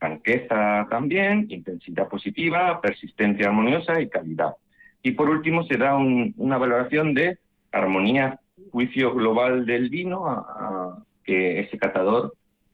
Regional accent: Requena, Valencian Community, Spain; yo soy de Requena, Requena siempre ha sido de Cuenca, como yo digo, y mi corazón es conquense siempre

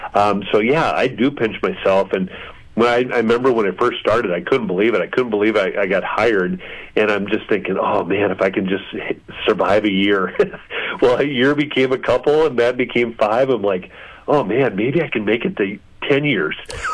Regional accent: Lake City, Minnesota, United States; Yeah, so I'm from Lake City, Minnesota, so down about 70 miles southeast of Minnesota, or of Minneapolis, I should say.

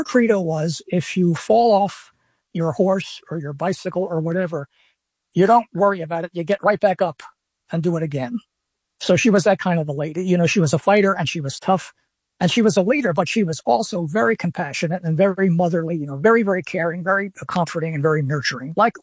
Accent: Philadelphia, Pennsylvania, United States; Now, we're both from South Philly. We're both born and raised in South Philadelphia.

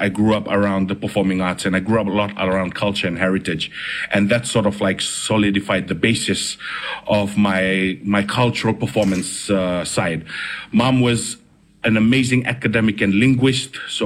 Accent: Fiji; having been born and raised in Fiji, I always yearned for a connection to Rotuma

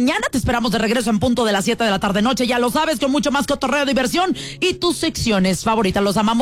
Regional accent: Manizales, Caldas, Colombia; Yo soy del centro del país, del eje cafetero, se llama Manizales.

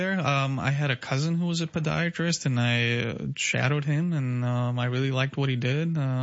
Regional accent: Karachi, Sindh, Pakistan; moved away as an adult; also born or lived in Springfield / Chicago / Cleveland; now in United States; I'm originally from Karachi, Pakistan. Born and raised there. After that, I'm from Springfield. I went to undergrad there, University of Illinois in Springfield. I did my master's there. Then I went to Chicago for school. And then I did my training in Cleveland.

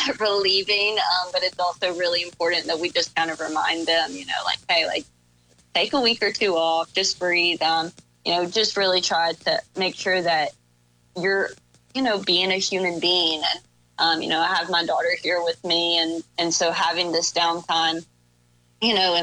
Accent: South Carolina, United States; moved away; I grew up in South Carolina, and so a little bit more Baptist myself

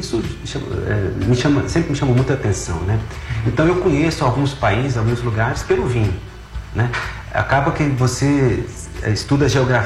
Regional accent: Catalão, Goiás, Brazil; born there; now in Brasília, Brazil; Eu nasci em Catalão, Goiás, Catalão. 300 quilômetros daqui, uhum, mas vim para cá jovem, né?

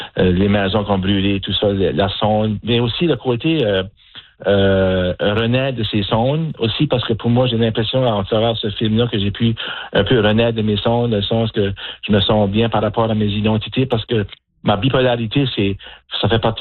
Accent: Acadia, Canada; je suis acadien, je suis père de famille

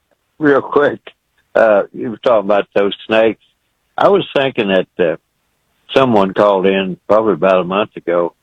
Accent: Midwest, United States; We grew up in the Midwest

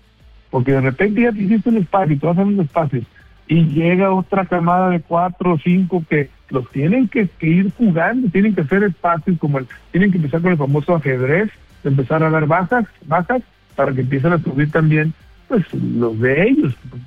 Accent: Mexico

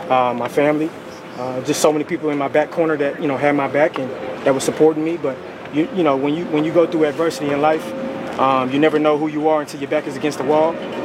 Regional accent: Dallas, Texas, United States; I'm from Dallas, born and raised

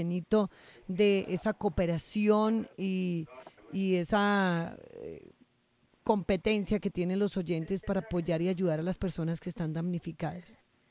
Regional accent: Colombia; somos unos colombianos que damos muchísimo

